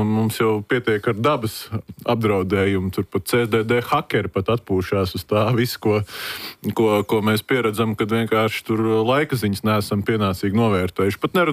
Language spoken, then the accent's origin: Latvian; Sigulda Municipality, Latvia; man es no Siguldas novada.